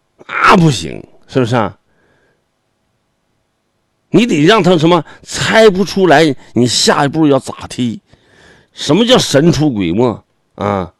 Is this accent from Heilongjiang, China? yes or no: yes; Zhaodong, Heilongjiang, China; now in Panshan, China; 我小时候在家，我们黑龙江省肇东市东发乡，